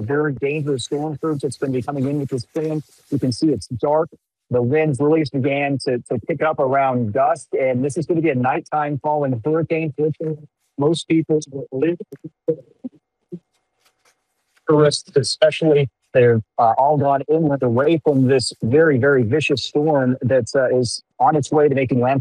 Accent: Illinois, United States; I'm not familiar with hurricanes. I'm from Illinois.

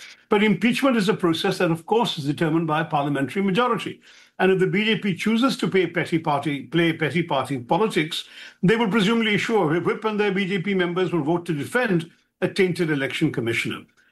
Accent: India; I, too, as an Indian

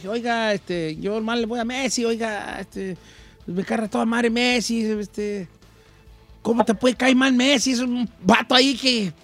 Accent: Mexico; Pero somos mexicanos, nosotros, ¿vale? Entre nosotros somos bien racistas.

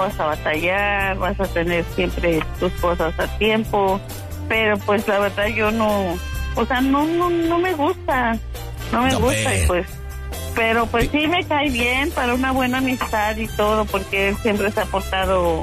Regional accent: Veracruz, Mexico; now in United States; Soy de Veracruz, Panda.

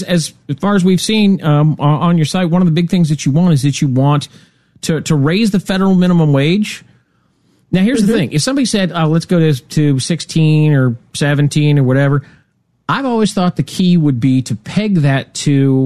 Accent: Nebraska, United States; now in Washington, D.C. area, United States; I'm originally from Nebraska. I live in the D.C. area now.

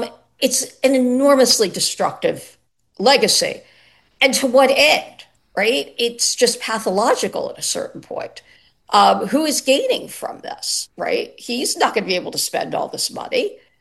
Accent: New York, United States; now in Los Angeles, United States

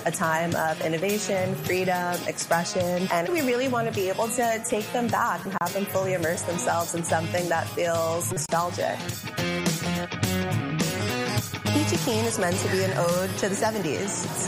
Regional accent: New York, United States; I'm a New Yorker. I grew up here my whole life.

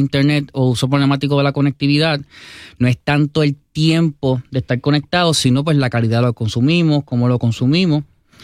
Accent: Cidra, Puerto Rico; De Sidra, Puerto Rico.

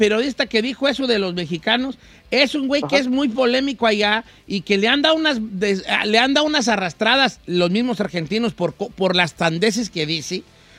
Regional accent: Mexico; Pero somos mexicanos, nosotros, ¿vale?

